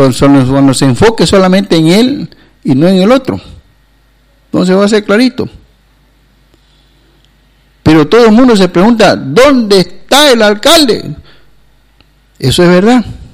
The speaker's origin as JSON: {"language": "Spanish", "country": "Bolivia", "said": "Si somos todos bolivianos."}